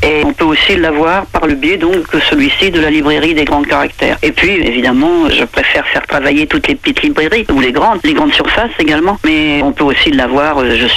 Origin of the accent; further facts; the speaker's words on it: Normandy, France; je vous le rappelle, hein, je suis de Suisse normande, donc très attachée.